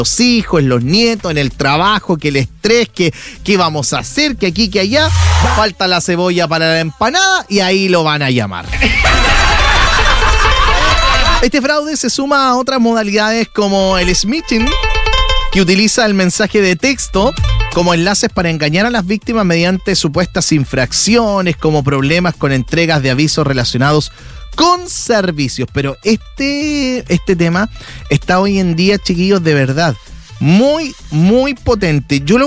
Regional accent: Chile; nosotros, como chilenos y como personas, tenemos que prevenir

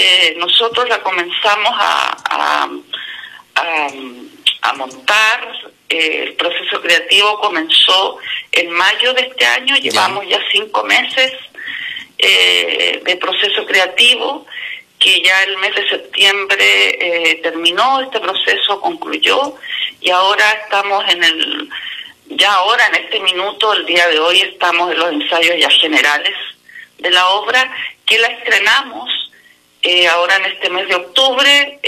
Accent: Concepción, Biobío, Chile; born there; now in Tomé, Chile; siendo también el tomecinada igual que él, porque yo nací en Concepción, él nació, bueno, en Punta Arenas, y también ya llevo radicada varios años acá en la comuna

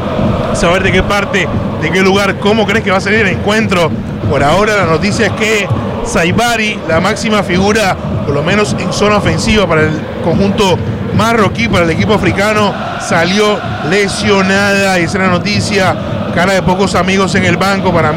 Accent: Barranquilla, Atlántico, Colombia; Yo soy de Colombia, de Barranquilla la Bella.

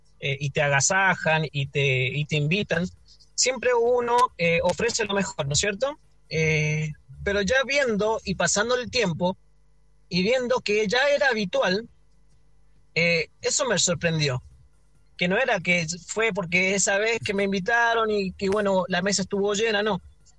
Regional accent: Mendoza, Argentina; moved away as an adult; now in Chile; mendocino, papá argentino, mamá argentina, toda mi familia es argentina.

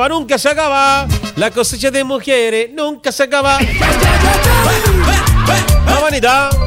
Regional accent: San Esteban, Valparaíso, Chile; Soy de San Esteban.

